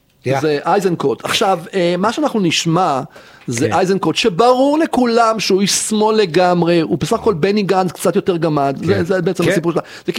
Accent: Tel Aviv, Tel Aviv District, Israel; אני שם גדלתי.

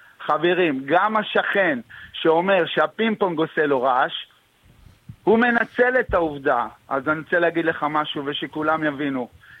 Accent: Eilat, Southern District, Israel; אני אילתי

